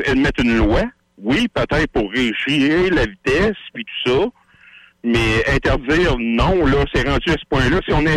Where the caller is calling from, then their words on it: Lévis, Quebec, Canada; Moi, je suis à Lévis, ici, le soir, là.